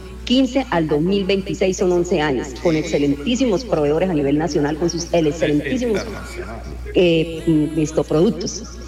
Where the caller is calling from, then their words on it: Bucaramanga, Santander, Colombia; yo ya soy santandereana, bumanguesa